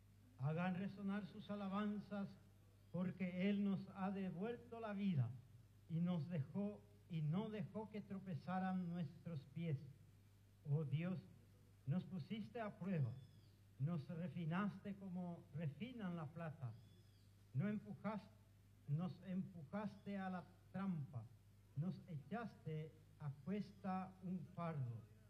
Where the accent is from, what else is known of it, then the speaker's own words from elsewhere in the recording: Paraguay; para nosotros como paraguayos